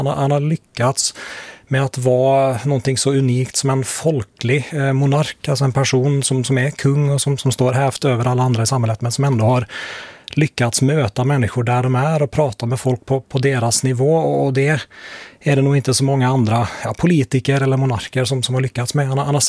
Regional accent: Norway; now in Sweden; många i mitt hemland

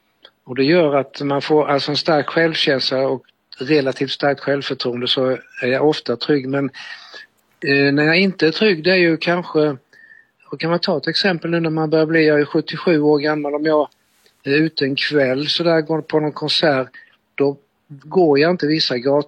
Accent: Småland, Sweden; Och jag kom ju från Småland från början då, och i Småland stenar.

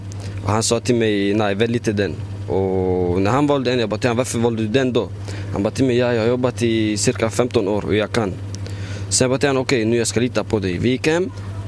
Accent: Syria; Jag kommer från Syrien.

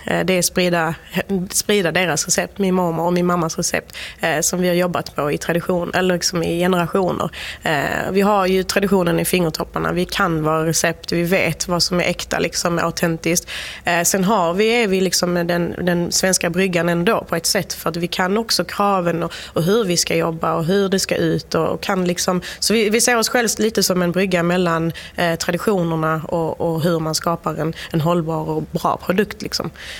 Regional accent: Sweden; born there; also born or lived in Iraq; vi flyttade hit när jag var 2 år, så 96.

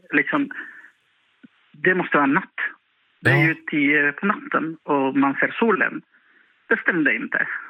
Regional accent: Barranquilla, Atlántico, Colombia; Swedish is a second language; moved away as an adult; now in Vilhelmina, Sweden; från min hemstad som heter Barranquilla och ligger i Vitkaribien.

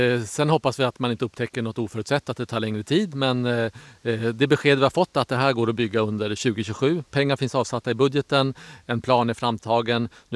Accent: Uppsala, Uppsala County, Sweden; Vi är många Uppsalabor.

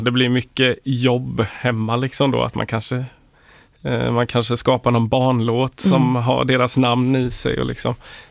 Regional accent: Jönköping, Jönköping County, Sweden; moved away as an adult; now in Nässjö, Sweden; Jag är från Jönköping från början och uppväxt i en musikfamilj.

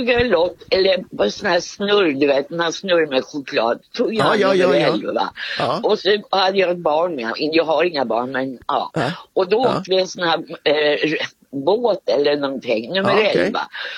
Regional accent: Stockholm, Stockholm County, Sweden; now in Norrköping, Sweden; Nej, jag är från Stockholm. Men låter några ord är från Stockholm, men inte mycket säger de.

